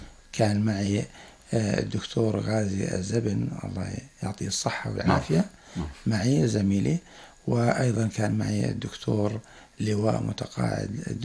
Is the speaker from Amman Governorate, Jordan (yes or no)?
no; Ira, Balqa Governorate, Jordan; moved away as an adult; also born or lived in Greece; إحنا بدأنا مدرستنا في ذلك الوقت في قريتنا، في القرية واسمها عيرة في غرب السلط، غرب جنوب السلط